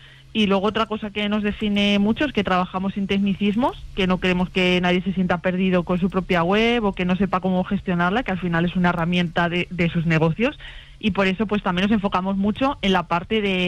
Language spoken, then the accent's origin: Spanish; Villanueva de los Infantes, Castilla-La Mancha, Spain; decidimos irnos para La Mancha, para mi pueblo natal, que es Villanueva de los Infantes.